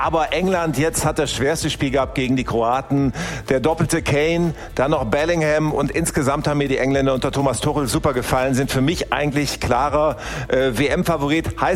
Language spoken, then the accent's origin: German; Germany; als Deutscher